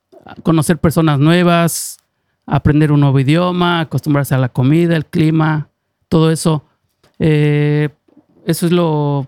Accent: Mexico; oye, mira, soy DJ, vengo de México, si quieres puedo tocar

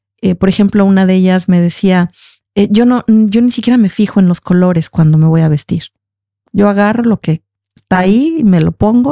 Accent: Veracruz, Mexico; recordé que en México, en la región de donde yo vengo, hubo esclavos africanos en Veracruz, ¿no? Incluso hay un pueblo que se llama Yanga, que fue el primer pueblo libre de esclavitud en América.

